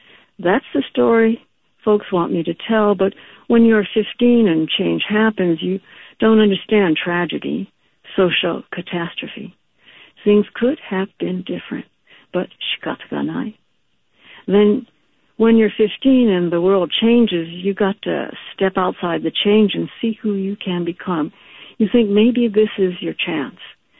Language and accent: English; Los Angeles, California, United States; And so his work and his presence was always a part of my family life as I grew up in Los Angeles.